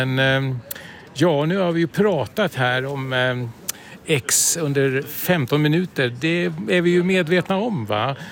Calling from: Sweden

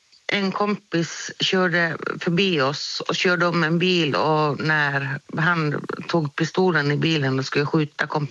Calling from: Jukkasjärvi, Norrbotten County, Sweden; Jag är från Jukkasjärvi.

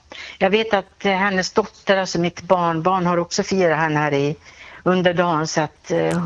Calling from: Luleå, Norrbotten County, Sweden; eftersom inte jag är hemma i Luleå då

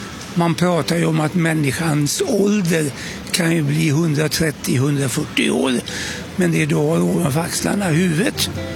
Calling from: Östersund, Jämtland County, Sweden; jag är från Östersund. Och jag har en fråga att ställa. Jag själv är en person som är 80 år.

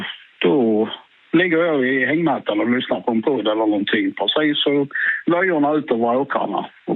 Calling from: Skåne, Sweden; Mitt i centrala Skåne, lite norr om Hör. Så det är ganska precis mitten av Skåne.

